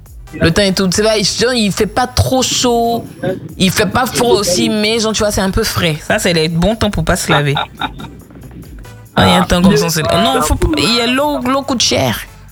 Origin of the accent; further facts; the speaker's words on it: Abidjan, Côte d’Ivoire; Yopougon, c'est là, c'est vrai, je suis né. Et j'ai grandi, j'ai fait toute mon enfance à Yopougon.